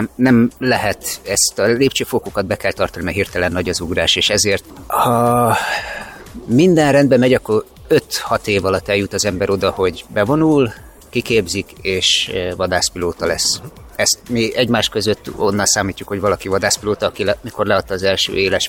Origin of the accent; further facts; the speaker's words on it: Halásztelek, Pest, Hungary; gyerekkoromban én halászterken nőttem fel a Tököri reptér mellett, ott a 80-as években még elég sok repülőgép volt